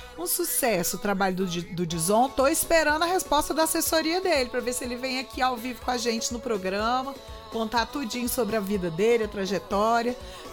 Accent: Brasília, Federal District, Brazil; porque eu sou daqui de Brasília, isso faz parte da minha história. Eu tinha 10 anos de idade quando eu comprei esse disco

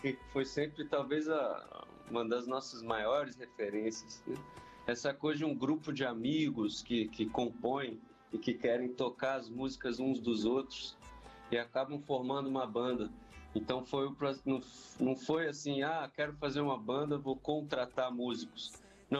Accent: Taguatinga, Federal District, Brazil; Eu mesmo sou de Taguatinga.

